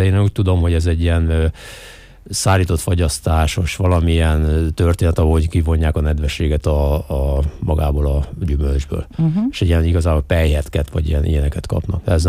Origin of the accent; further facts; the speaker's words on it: Hungary; mi a magyarok vagyunk